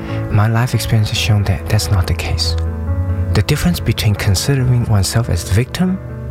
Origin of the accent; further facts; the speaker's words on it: China; moved away as an adult; now in United States; He said, "Where are you from?" I said, "China."